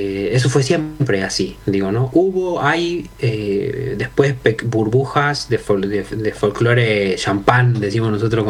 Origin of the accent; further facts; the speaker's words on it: Argentina; somos argentinos